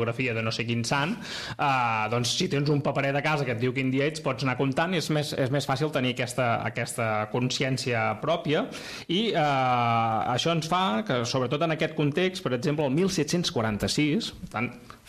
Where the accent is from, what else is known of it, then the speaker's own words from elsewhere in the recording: Munich, Bavaria, Germany; de Múnich de tota la vida, vull dir que...